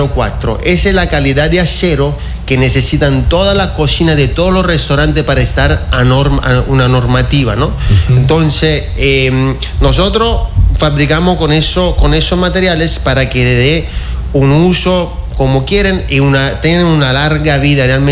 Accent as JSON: {"language": "Spanish", "country": "Italy", "moved": "yes", "lives_now": "Santo Domingo, Ecuador", "said": "Bueno, yo soy de Italia"}